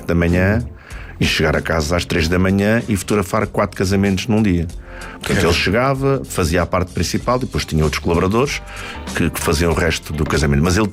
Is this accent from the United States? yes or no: no; Lisbon, Portugal; Então a nossa vida foi sempre em Lisboa. Já nasci em Lisboa, embora que seja Viana do Castelo, é a minha terra, digamos assim